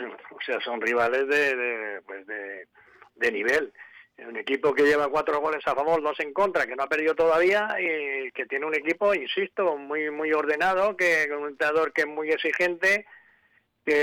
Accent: Terrassa, Catalonia, Spain; yo soy de Tarrasa, soy a 6 kilómetros de Sabadell.

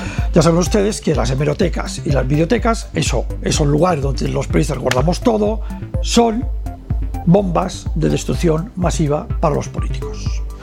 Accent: Balearic Islands, Spain; Eso es lo que nos pasa a nosotros en las Islas Baleares.

